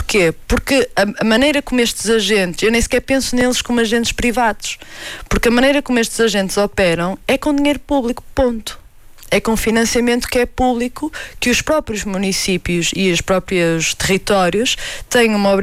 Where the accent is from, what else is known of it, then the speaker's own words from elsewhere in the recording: Lousada, Norte, Portugal; na minha terra natal, em Lousada